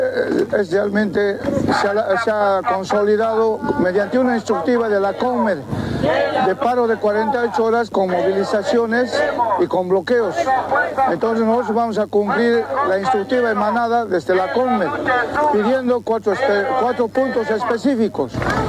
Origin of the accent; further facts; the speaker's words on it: Yapacaní, Santa Cruz, Bolivia; Puesto de que una mayoría somos de aquí de Yapacaní, hemos retornado aquí a tomar lo que es la carretera de aquí de Yapacaní.